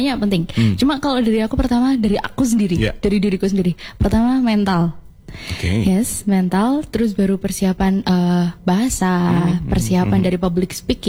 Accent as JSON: {"language": "Indonesian", "country": "Indonesia", "said": "karena di sini aku kan merepresentasikan negara Indonesia."}